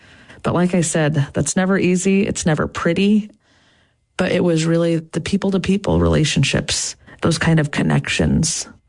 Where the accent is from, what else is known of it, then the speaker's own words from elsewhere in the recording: Clark's Point, Alaska, United States; I was raised with her in Clark's Point in Bristol Bay.